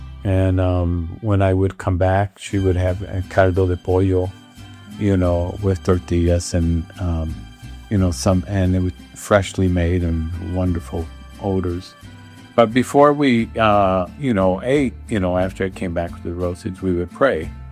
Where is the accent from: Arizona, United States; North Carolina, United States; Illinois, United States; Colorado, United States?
Illinois, United States; Chicago; I grew up here in Pilsen, down the street, but I got many places since then.